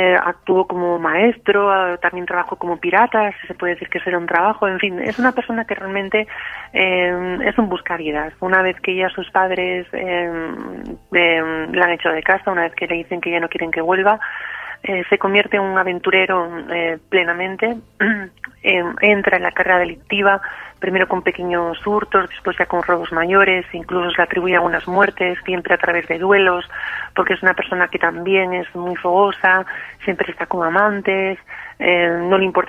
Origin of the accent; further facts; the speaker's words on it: San Sebastián, Basque Country, Spain; Yo soy de San Sebastián, de Guipúzcoa, parece que el apellido es del norte